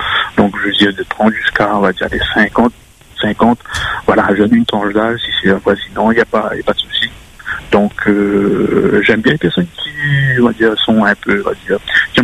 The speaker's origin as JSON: {"language": "French", "region": "Hauts-de-France", "country": "France", "said": "Donc, moi, je suis du Nord, mais si c'est quelqu'un dans les autres secteurs, c'est pas dérangeant."}